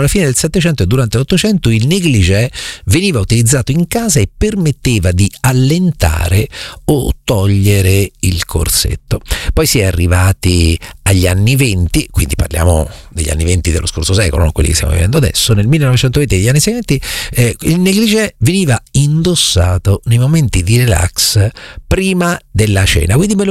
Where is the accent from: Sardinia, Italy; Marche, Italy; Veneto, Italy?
Marche, Italy; Recanati; Io ricordo che una volta quando ero piccolo a Recanati, al mio paese, c'era un dentista